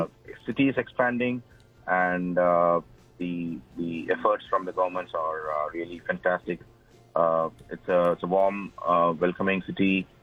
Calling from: Chennai, Tamil Nadu, India; I am calling from Chennai.

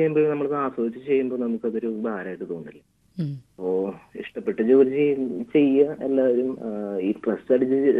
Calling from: Kerala, India; ശരിക്കും വീട് മൂന്നുമുറി എന്ന് പറഞ്ഞ സ്ഥലത്താണ്

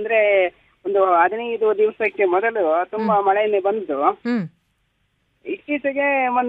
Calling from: Mudigere, Karnataka, India; ಇದು ಮೂಡಿಗೆರೆಯಿಂದ, ಅದೇ ಚಿಕ್ಕಮಗಳೂರು ಜಿಲ್ಲೆ ಮೂಡಿಗೆರೆಯಿಂದ.

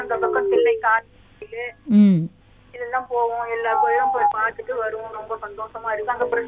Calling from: Puducherry, India; பிடிச்ச ஊரு எங்க ஊரு தாங்க, பாண்டிச்சேரி தான். பாண்டிச்சேரி தான்

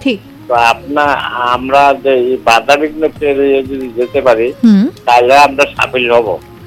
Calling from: West Bengal, India; আমি পশ্চিমবঙ্গের পাঁচমুখে বলছি।

